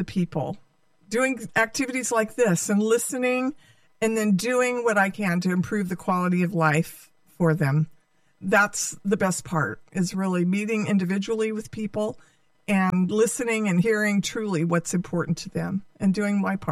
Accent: Modesto, California, United States; also born or lived in Oakland / Texas / San Francisco; I was born in Modesto, 1954, raised in Modesto, attended school here, graduated from high school, left for about 10 years after high school when I went to nursing school in Oakland

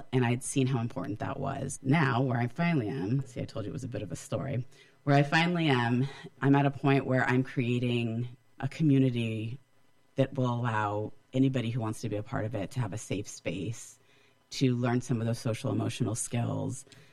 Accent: California, United States; also born or lived in Las Vegas / Central Valley; now in East Bay, United States; I grew up in Northern California.

